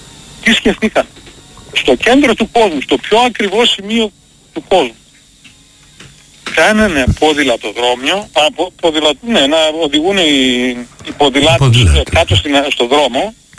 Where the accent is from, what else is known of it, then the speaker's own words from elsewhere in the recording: Macedonia, Greece; είμαι Μακεδόνας.